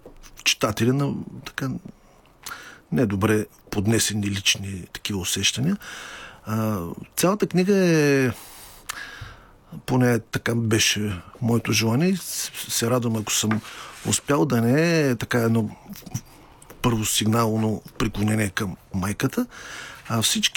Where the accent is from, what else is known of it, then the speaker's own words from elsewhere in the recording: Ruse, Ruse Province, Bulgaria; moved away; В Русе ще бъда след две седмици, родния ми град, където така се вълнувам особено много.